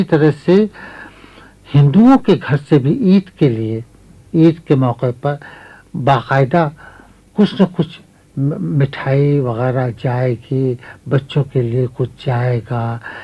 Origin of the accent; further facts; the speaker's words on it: Lucknow, Uttar Pradesh, India; पुराने लखनऊ में अगर मैं तो रहने वाला हूं ही, पुराने लखनऊ का चौक का रहने वाला हूं